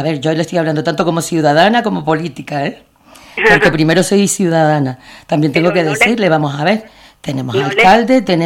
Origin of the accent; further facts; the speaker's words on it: Santa Brígida, Canary Islands, Spain; born there; yo estoy en Santa Brígida, es decir, yo me he presentado en Santa Brígida, que donde el pueblo que me vio nacer.